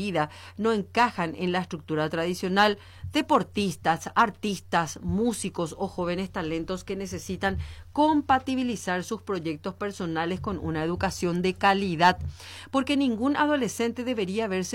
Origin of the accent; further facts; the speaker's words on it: Paraguay; nosotros como paraguayos